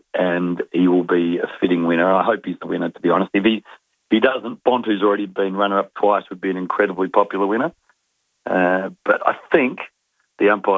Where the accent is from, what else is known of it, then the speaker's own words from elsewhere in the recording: Mount Pleasant, Australia; I grew up in Mount Pleasant, an hour from where you are now